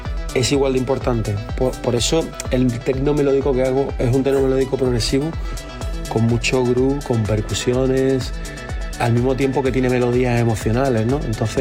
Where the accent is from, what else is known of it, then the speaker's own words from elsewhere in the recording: Málaga, Andalusia, Spain; por haber sido también en Málaga, y por estar en mi tierra